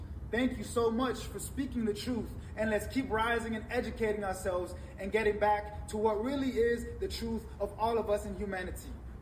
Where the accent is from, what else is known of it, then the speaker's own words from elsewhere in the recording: Germany; growing up in Germany as a biracial black boy